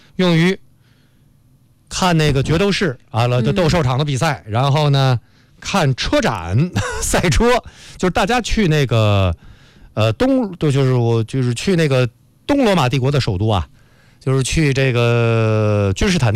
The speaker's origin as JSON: {"language": "Chinese", "country": "China", "said": "就是我们中国人最熟悉的历史阶段之一"}